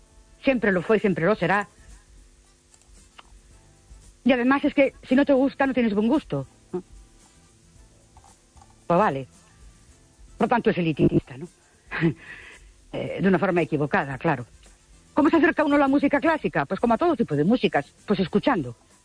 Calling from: Ourense, Galicia, Spain; Buenas noches … de Ourense.

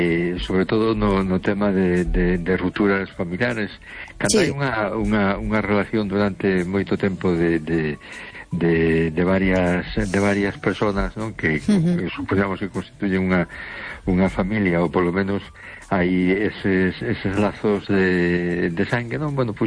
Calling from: A Coruña, Galicia, Spain; soy San Antonio de Coruña

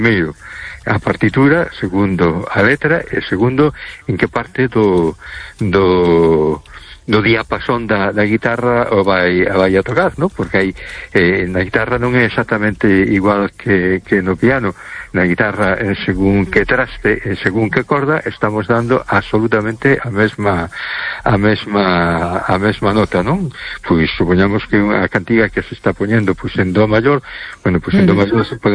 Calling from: A Coruña, Galicia, Spain; Hola, boa noite … de Coruña, que tal estamos?

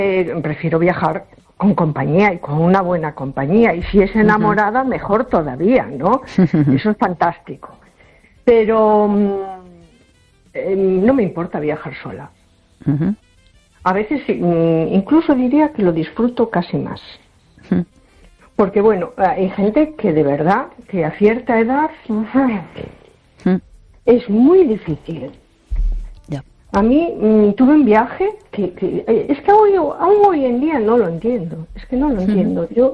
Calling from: A Coruña, Galicia, Spain; de Coruña.

